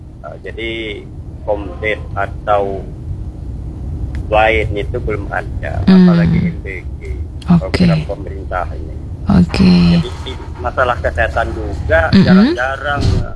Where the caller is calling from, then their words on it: Bangka Belitung Islands, Indonesia; Desa kami Balong Ijuk ini lain dari ke desa lain.